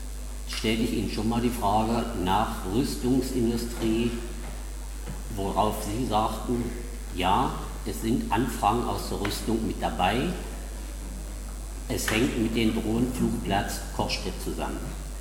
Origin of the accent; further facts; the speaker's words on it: Winningen, Germany; ich komme aus Winningen, wohne in der Rathener Straße Nummer 6